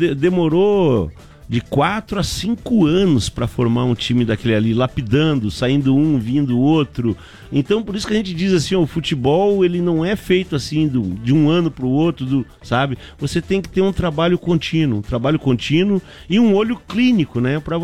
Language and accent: Portuguese; Gravataí, Rio Grande do Sul, Brazil; born there; ele era de Gravataí, na mesma cidade onde eu nasci